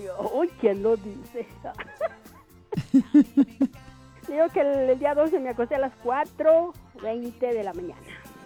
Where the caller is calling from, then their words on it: Mexico; como todo mexicano